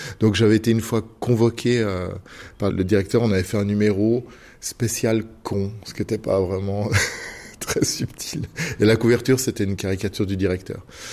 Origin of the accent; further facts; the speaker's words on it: Fribourg, Switzerland; un petit peu partout en Suisse, je crois. En tout cas en Suisse romande, mais nous on vient de Fribourg.